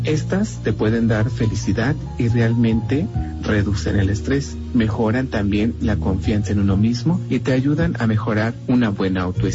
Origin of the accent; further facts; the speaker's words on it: Motitla, Hidalgo, Mexico; de la comunidad de Motitla, de este municipio de Huejutla de Re